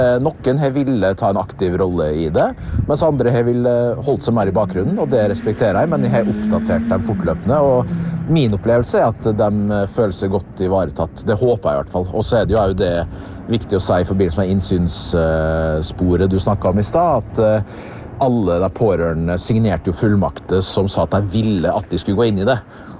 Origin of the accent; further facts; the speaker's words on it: the district, Møre og Romsdal, Norway; also born or lived in Molde; en fast lytter som hadde hørt på dialekten min at vi var fra distriktet.